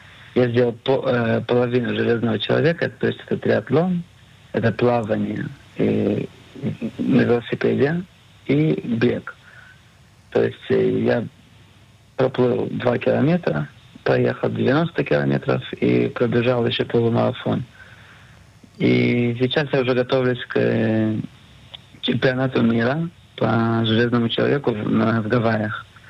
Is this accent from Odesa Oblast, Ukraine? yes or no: no; Mariupol, Donetsk Oblast, Ukraine; now in Israel; Я репатриант, и она тоже репатриантка. Я из Мариуполя, она из Севастополя.